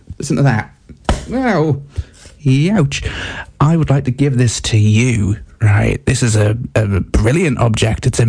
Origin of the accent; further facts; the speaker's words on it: Alnwick, North East England, United Kingdom; No, we're from Alnwick. We hate Sunderland.